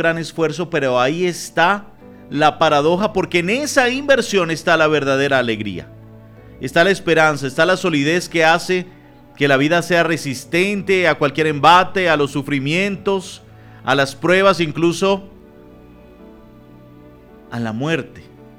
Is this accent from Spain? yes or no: no; Venezuela